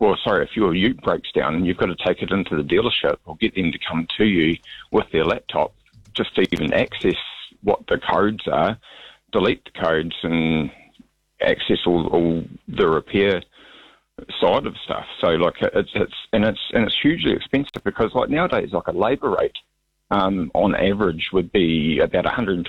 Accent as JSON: {"language": "English", "town": "Stewart Island", "region": "Southland", "country": "New Zealand", "said": "I hate that phone number because it's got 1080 in it, and I'm from Stewart Island."}